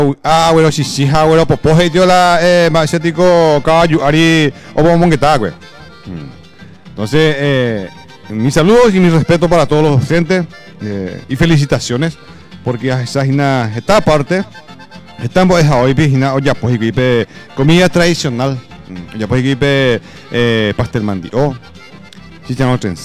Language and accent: Spanish; Paraguay; nuestro querido país Paraguay